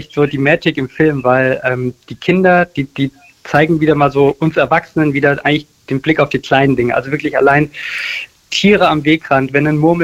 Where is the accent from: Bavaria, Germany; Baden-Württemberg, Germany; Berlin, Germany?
Berlin, Germany; Also ich komme aus Berlin und drehe dort normalerweise so als Brotverdienst klassische Werbung